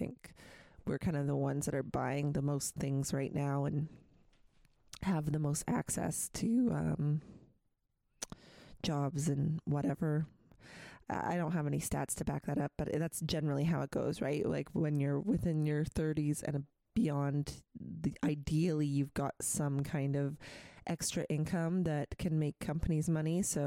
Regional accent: Prince George, British Columbia, Canada; when I was growing up in Prince George.

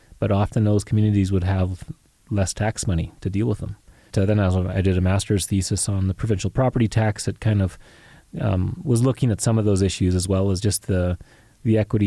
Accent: Prince George, British Columbia, Canada; Prince George, middle of nowhere, and went to Beaverley Elementary School and then College Heights. So I grew up in Prince George

